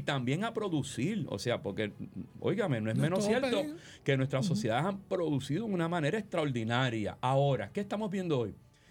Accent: Puerto Rico; nosotros también como puertorriqueños o como cristianos

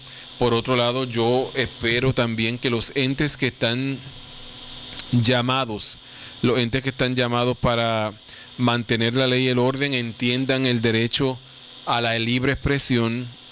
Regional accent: Puerto Rico; Mira, somos todos puertorriqueños

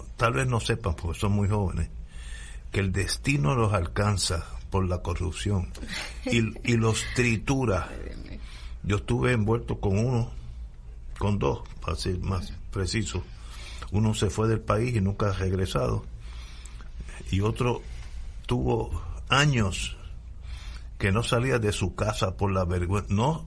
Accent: Puerto Rico

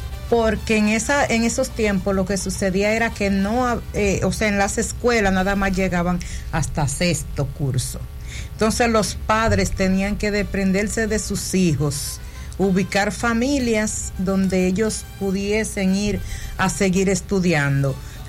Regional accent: Higüey, La Altagracia, Dominican Republic; los demás nacieron allá en el campo, en Hato de Mana. Pero igual me crié ahí y no recuerdo bien si fue a los 14 años que salí o antes a vivir nuevamente para Higüey.

